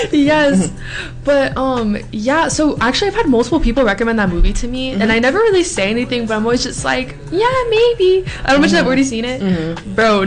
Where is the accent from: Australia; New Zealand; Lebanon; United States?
Lebanon; I'm from Lebanon.